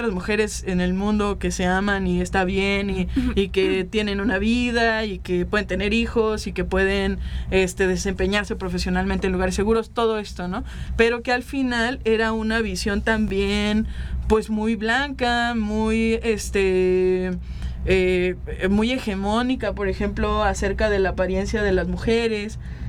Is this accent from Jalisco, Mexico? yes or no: no; Matehuala, San Luis Potosí, Mexico; Yo soy originaria de Matehuala, San Luis Potosí, que es un municipio en el altiplano potosino, pues donde, a ver, una comunidad relativamente pequeña